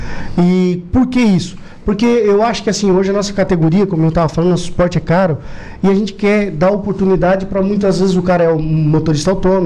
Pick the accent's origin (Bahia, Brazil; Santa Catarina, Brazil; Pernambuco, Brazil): Santa Catarina, Brazil; Araranguá; a gente saiu aqui de Araranguá, um município pequeno do interior de Santa Catarina, e vamos, sem dúvida, ganhar o mundo.